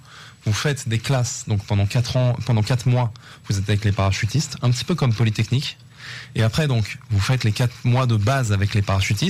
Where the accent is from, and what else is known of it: France; now in Israel